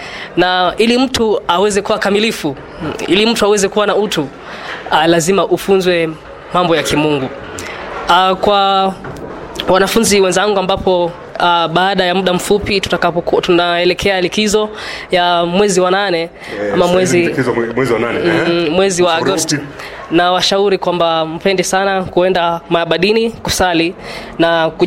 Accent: Kwale County, Kenya; Basi hapo ndo nyumbani, pale ndo nimezaliwa na nimelelewa. Na zaidi ya yote wazazi wamenilea sana katika misingi ya dini, ikizingatia kwamba babangu alikuwa Muislamu na mamangu Mkristo.

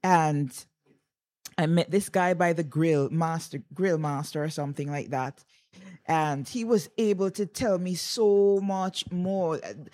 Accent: St. Vincent & Grenadines; our country here in St. Vincent

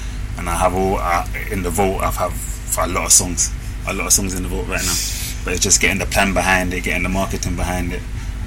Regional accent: London, United Kingdom; Originally from Plaster. Yeah, from Jamaican heritage. My parents. Yeah, it's just grew up there. That's hometown.

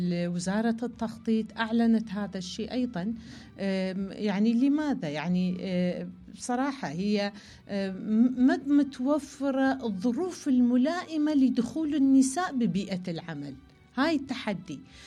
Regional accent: Iraq; لأن أنا عراقية

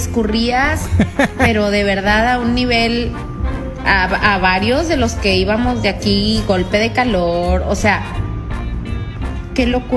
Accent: Tamaulipas, Mexico; Y nosotros somos de Tamaulipas.

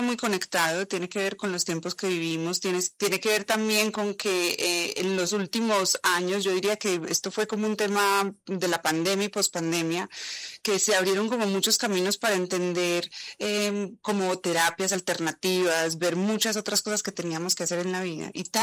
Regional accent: Medellín, Antioquia, Colombia; moved away as an adult; also born or lived in New York / Miami / Mexico; soy de Medellín, soy la colombiana creo que más patriota del mundo, amo mi país, pero también me considero ciudadana del mundo, he sido muy inquieta toda mi vida, he viajado mucho y he vivido en distintos lugares, viví en Nueva York

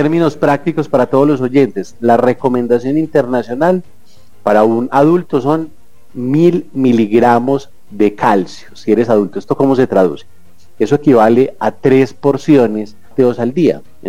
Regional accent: Colombia; en Colombia tomamos en promedio 153 litros de leche cada año

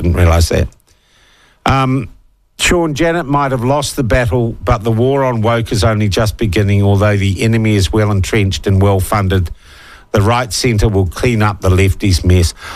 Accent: New Zealand; I'm a New Zealander.

